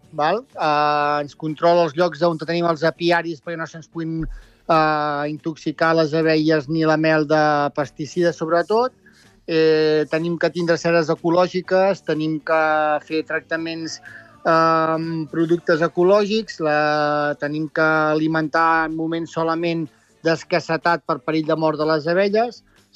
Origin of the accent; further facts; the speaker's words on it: Sant Pere de Vilamajor, Catalonia, Spain; Avui aquí a Sant Pere de Vilamajor, d'on sóc jo, sóc d'aquí del Montseny